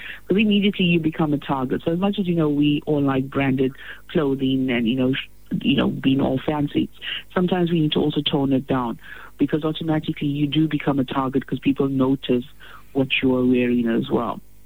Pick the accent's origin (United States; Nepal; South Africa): South Africa; we're from South Africa.